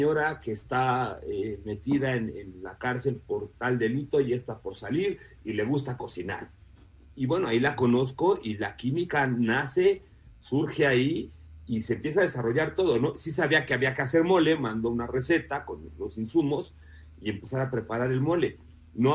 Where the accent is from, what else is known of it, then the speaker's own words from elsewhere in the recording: Mexico; yo siempre he dicho que el mole es el plato que nos da identidad como mexicano